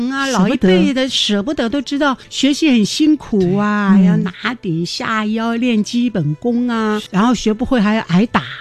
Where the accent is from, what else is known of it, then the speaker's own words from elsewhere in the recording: Kaohsiung, Taiwan; 其实啊，我是台湾土生土长，很多观众朋友啊，或者是年轻的观众跟我交谈以后都以为我是来自大陆，其实我就生长在台湾的左营，从小我八岁就学戏了。